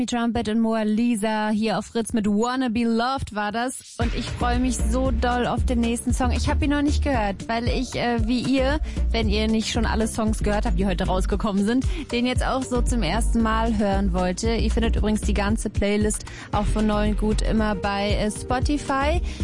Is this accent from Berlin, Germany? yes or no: yes; Berlin, Germany; Meine zwei Lieblingsstädte, ja. Einmal meine Herzensstadt, dann meine Heimatstadt.